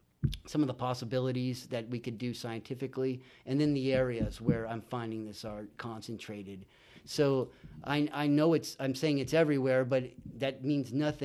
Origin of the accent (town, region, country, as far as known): San Bernardino, California, United States; born or raised there; also born or lived in San Felipe, Mexico